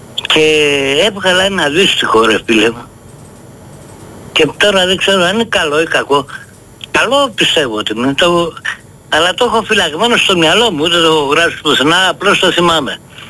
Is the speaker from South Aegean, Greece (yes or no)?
yes; Ios, South Aegean, Greece; από την Ίο